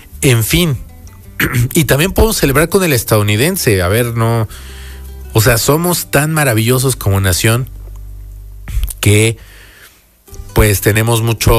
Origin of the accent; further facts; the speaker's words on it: Mexico; una pequeña pausa, no solo en un 15 de septiembre, sino en otras fechas, y abrazarnos y celebrar como mexicanos, abrazar al de junto, festejar con él.